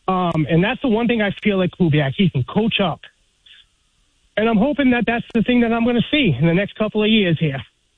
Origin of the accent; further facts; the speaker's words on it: New England, United States; now in Rhode Island, United States; growing up in New England with the Patriots run